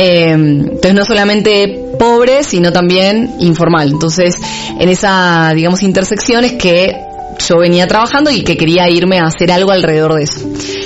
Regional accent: Buenos Aires, Argentina; moved away; yo soy argentina, tengo 32 años, fui nacida y criada, digamos, en Buenos Aires, por una familia de emprendedores.

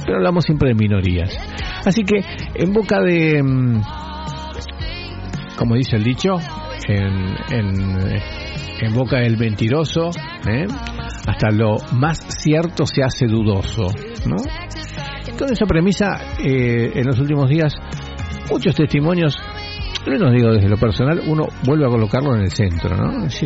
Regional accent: Argentina

